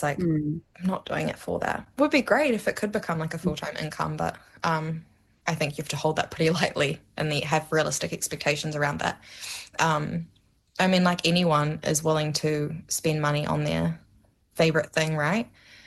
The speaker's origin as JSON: {"language": "English", "town": "Amsterdam", "region": "North Holland", "country": "Netherlands", "moved": "yes", "said": "I am from Holland"}